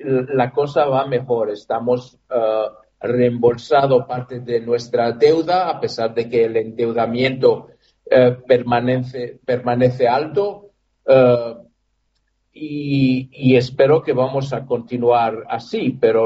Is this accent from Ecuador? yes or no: no; Greece; now in Uruguay; vengo de Grecia